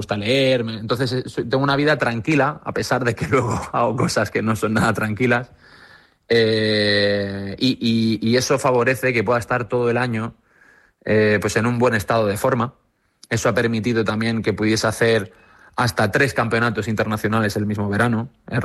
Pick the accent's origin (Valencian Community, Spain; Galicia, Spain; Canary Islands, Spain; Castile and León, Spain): Canary Islands, Spain; Me crío en Fuerteventura, aunque mi acento no lo indica así, yo me crío en Fuerteventura, entonces vivimos la crisis de los cayucos.